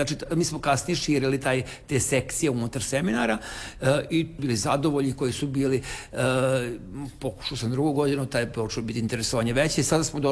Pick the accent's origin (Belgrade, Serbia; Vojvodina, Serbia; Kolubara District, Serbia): Vojvodina, Serbia; Tavankut; Ja sam iz Vojvodine, selo Tavanku kod Subotice